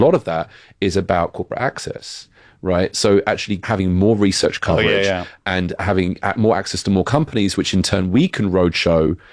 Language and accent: English; United Kingdom; accent: British; Oh, I thought you were going to say, well, it's my British accent that makes me sound more.